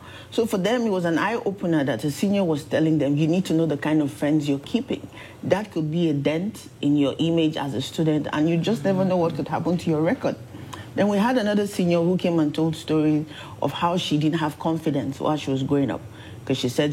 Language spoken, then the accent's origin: English; Nigeria; born there; Okay, so I was born in Nigeria